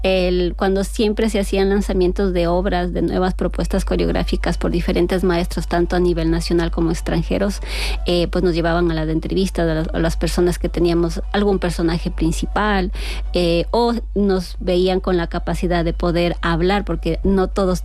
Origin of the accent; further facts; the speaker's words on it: Ecuador; nuestro país